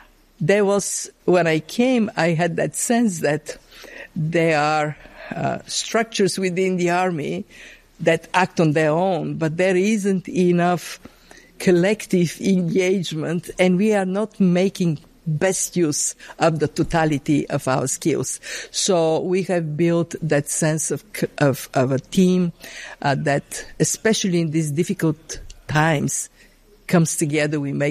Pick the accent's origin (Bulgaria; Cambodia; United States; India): Bulgaria; I grew up in Bulgaria on the other side of the Iron Curtain. My mother lost all her savings because of hyperinflation.